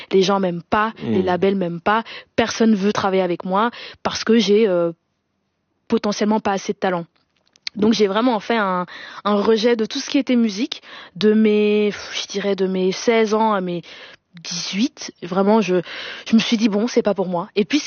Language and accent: French; Denderleeuw, Flanders, Belgium; born or raised there